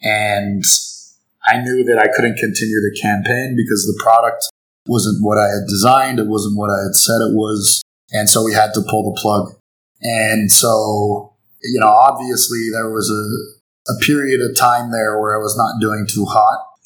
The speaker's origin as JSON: {"language": "English", "town": "Toronto", "region": "Ontario", "country": "Canada", "moved": "as an adult", "lives_now": "Guangzhou, China", "said": "So I'm from Toronto, from Canada. I went to university down in the States"}